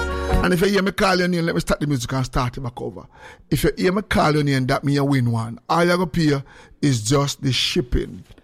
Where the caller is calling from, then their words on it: Chicago, Illinois, United States; I'm listening from Chicago.